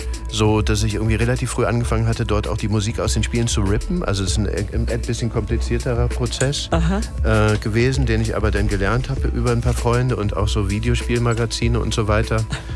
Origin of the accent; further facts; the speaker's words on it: Cologne, North Rhine-Westphalia, Germany; ich bin ja aus Köln ursprünglich auch